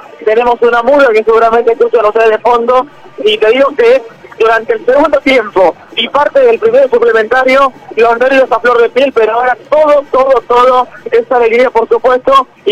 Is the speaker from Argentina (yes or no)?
yes; Argentina; no somos de Argentina